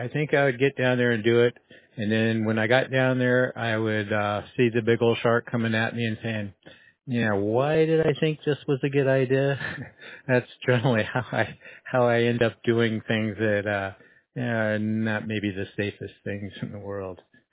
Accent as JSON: {"language": "English", "region": "Oregon", "country": "United States", "tie": "born or raised there", "also_born_or_lived": "Houston", "moved": "as an adult", "lives_now": "New York, United States", "said": "I'm from Oregon, born, raised there, worked there for, a good 30, 40 years, and then moved to Houston, and then from Houston to New York."}